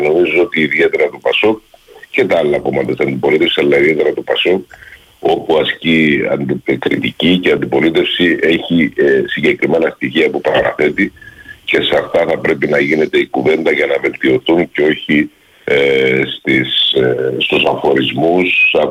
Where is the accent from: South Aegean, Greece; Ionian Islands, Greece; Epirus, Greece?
South Aegean, Greece; Κατάγομαι από την Νότια Ρόδο